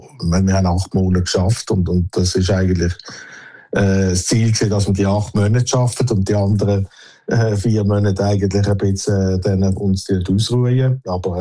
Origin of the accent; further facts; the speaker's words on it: Switzerland; Ja, die Entscheidung ist dann natürlich mir schwer gefallen, weil ich bin halt Schweizer und ich kann nicht aufgeben